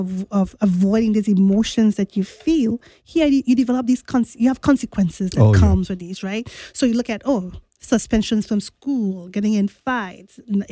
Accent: Trinidad & Tobago; growing up in Trinidad

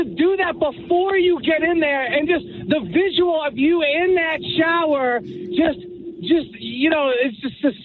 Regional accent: Florida, United States; growing up in South Florida, you know, a lot of my friends were Knicks fans.

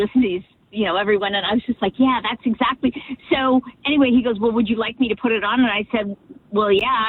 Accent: Quebec, Canada; now in Mount Laurel, United States; So I grew up in Canada

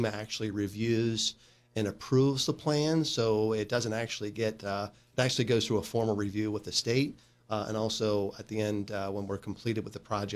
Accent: Pennsylvania, United States; I'm from Pennsylvania, live in PA, but I grew up in rural Fulton County

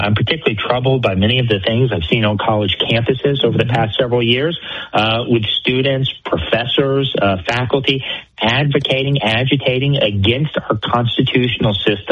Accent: Florida, United States; Now, the good news is, in my home state of Florida, Texas, Ohio, many other states as well

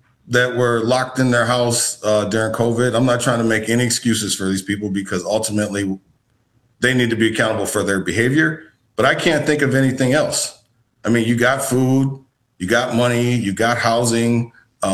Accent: Minneapolis, Minnesota, United States; the gang members that I grew up with in North Minneapolis.

